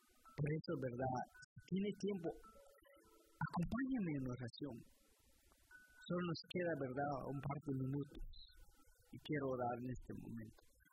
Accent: Guatemala; moved away; estoy hablando del 2016 y 15, cuando estaba en mi país, Guatemala.

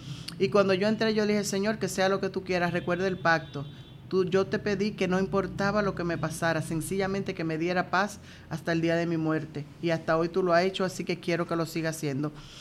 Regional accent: Santiago de los Caballeros, Santiago, Dominican Republic; now in United States; y yo soy de Santiago

